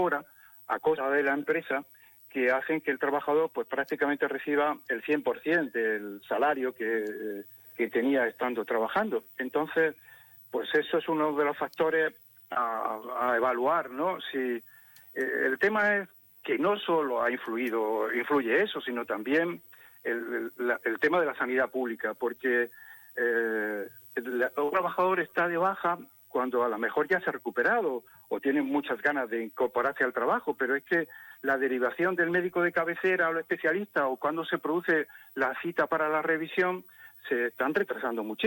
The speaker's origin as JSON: {"language": "Spanish", "town": "Motril", "region": "Andalusia", "country": "Spain"}